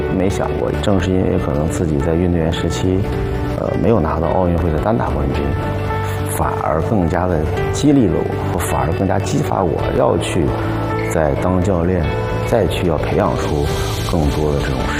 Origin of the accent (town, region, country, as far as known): China